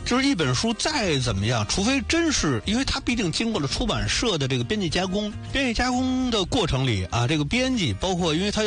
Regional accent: China

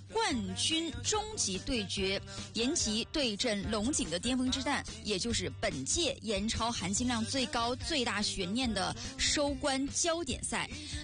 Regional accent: Yanbian, Jilin, China; 我们延边人

